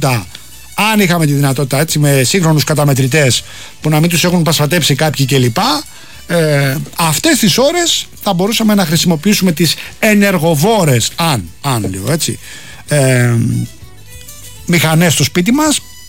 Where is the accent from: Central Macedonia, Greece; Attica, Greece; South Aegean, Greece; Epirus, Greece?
Attica, Greece; Rafina; Το μπάνο στην πατρίδα μου στη Ραφίνα που είναι καλοκαιρινή.